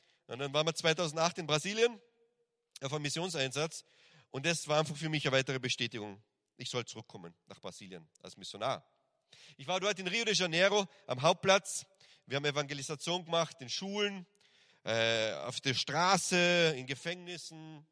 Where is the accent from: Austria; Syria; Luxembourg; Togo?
Austria; Villach, Carinthia; moved away as an adult; von unserer Gemeinde in Österreich, also ich komme aus Villach in Kärnten im Süden von Österreich